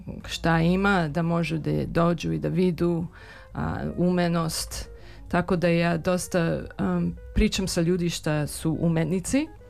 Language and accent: Serbian; Serbia; ja nisam Romkinja, ja sam Srpkinja